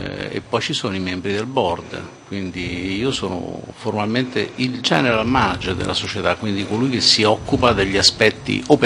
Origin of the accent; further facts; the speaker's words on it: Rome, Lazio, Italy; born there; sono nato a Roma il 19 febbraio del 1964.